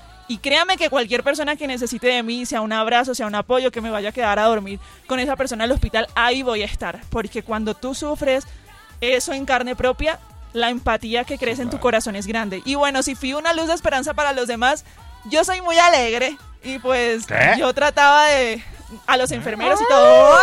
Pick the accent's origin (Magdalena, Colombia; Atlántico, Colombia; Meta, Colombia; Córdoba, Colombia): Atlántico, Colombia; Barranquilla; accent: costeño; now in Bogotá, Colombia; yo vengo de Barranquilla